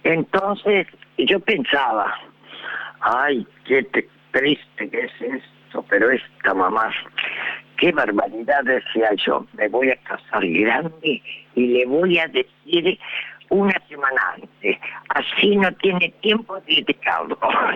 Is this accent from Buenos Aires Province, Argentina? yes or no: no; Formosa, Argentina; moved away as an adult; now in Buenos Aires, Argentina; yo nací en Formosa, soy formoseña, pero hice el secundario allá y me vine para Buenos Aires hace 53 años, más o menos estoy en Buenos Aires.